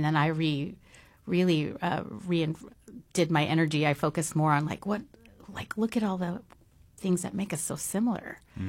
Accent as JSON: {"language": "English", "region": "Alaska", "country": "United States", "tie": "born or raised there", "said": "Well, because we grew up in Southeast Alaska, I distinctly remember doing classes of Native Alaskan beading and Native Alaskan weaving and whatnot."}